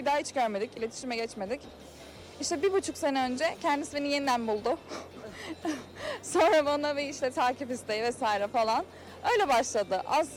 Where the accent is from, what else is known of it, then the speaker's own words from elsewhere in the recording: Zonguldak, Turkey; Bu şekilde Zonguldaklıyım.